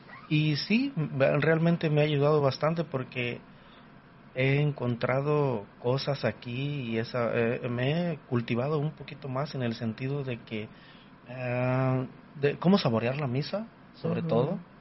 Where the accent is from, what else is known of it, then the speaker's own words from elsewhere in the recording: Bellavista, Jalisco, Mexico; moved away; Bueno, yo soy de, originalmente soy de Jalisco, de Bellavista, Jalisco.